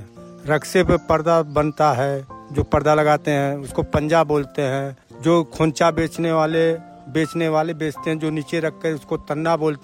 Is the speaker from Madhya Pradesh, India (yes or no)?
no; Azamgarh, Uttar Pradesh, India; born there; moved away as an adult; अपना हमारा घर है आजमगढ़।